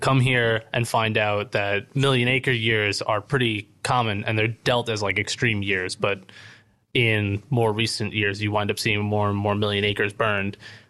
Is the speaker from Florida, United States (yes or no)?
yes; Florida, United States; But I grew up in Florida, and we had gotten our fair share of hurricanes for like the 7 years I lived there.